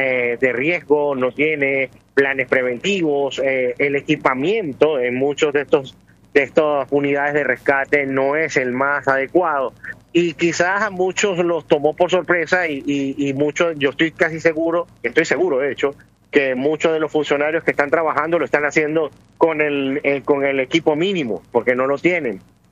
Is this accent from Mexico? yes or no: no; Venezuela; esto lo digo como venezolano